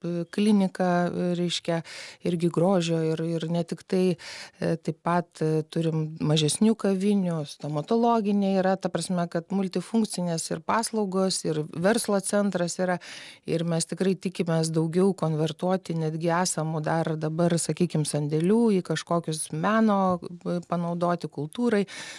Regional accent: Klaipėda, Klaipėda County, Lithuania; kaip klaipėdietė

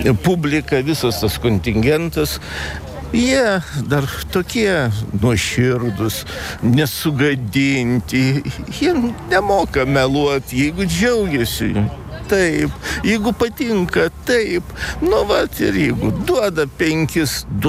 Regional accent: Vilnius, Vilnius County, Lithuania; born or raised there

